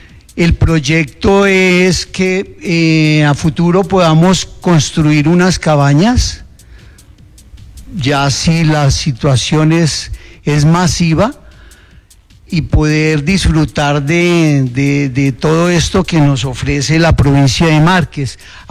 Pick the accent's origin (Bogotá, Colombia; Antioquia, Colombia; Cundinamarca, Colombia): Bogotá, Colombia; moved away as an adult; now in Ramiriquí, Colombia; Mi esposa viene del Quindío, yo soy de Bogotá. Y nos juntamos, nos encontramos en el camino y resultamos viviendo acá.